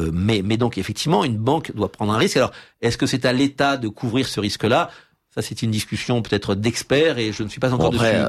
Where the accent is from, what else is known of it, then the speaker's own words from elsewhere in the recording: France; en tant que français de l'étranger, vous allez voir une banque française